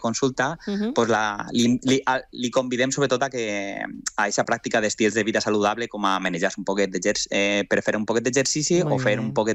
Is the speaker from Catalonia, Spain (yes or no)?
no; Valencian Community, Spain; Com a bon valencià que sóc